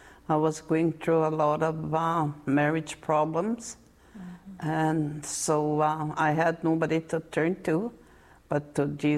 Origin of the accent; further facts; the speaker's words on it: Sandy Bay, Manitoba, Canada; moved away as an adult; also born or lived in Thompson, Manitoba / Saskatchewan; I grew up here in Sandy Bay, Manitoba